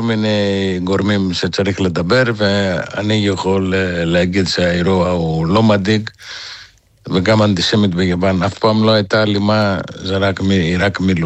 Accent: Thessaloniki, Central Macedonia, Greece; Hebrew is a second language; אני נולדתי בסלוניקי, אני יליד סלוניקי, כן. אני למדתי בטכניון 5 שנים, ומשם זה העברית שלי.

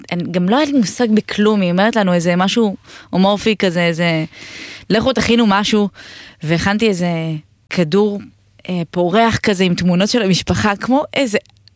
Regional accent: Petah Tikva, Central District, Israel; born there; also born or lived in Yehud; ועברנו לגור מפתח תקווה ליהוד בתיכון.

